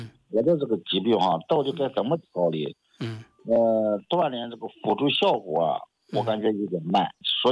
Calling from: Shandong, China; 我是山东的听众啊。

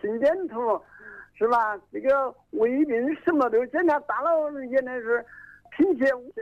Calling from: Zhongxiang, Hubei, China; 我是中乡市南湖刘桥山的，

